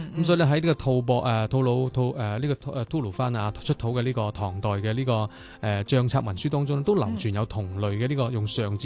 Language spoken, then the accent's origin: Cantonese; Guangdong, China; 即系我哋广东人可能叫正咋，好正嘅正字